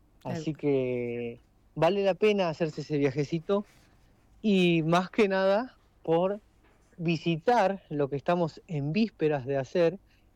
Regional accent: Buenos Aires Province, Argentina; Somos un partido muy característico porque tenemos infinidad de cosas por conocer. Somos muy pequeños en población, pero tenemos, es sorprendente para el viajante, para el visitante, ver la diversidad cultural con la que contamos

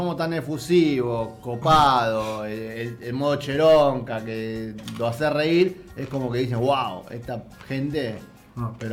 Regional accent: Ringuelet, Buenos Aires Province, Argentina; Tengo el ADN de Ringelé

